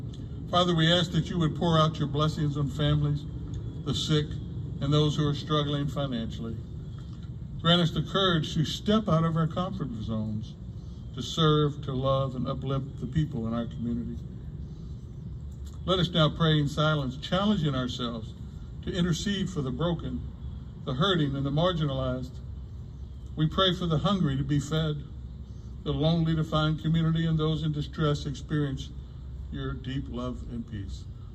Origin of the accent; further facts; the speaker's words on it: Gulf Coast, United States; moved away; And in my hometown, it was only 20-something miles away from the Gulf.